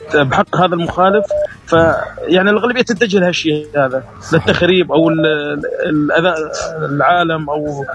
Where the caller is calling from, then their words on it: Deir ez-Zor, Deir ez-Zor Governorate, Syria; من دير الزور.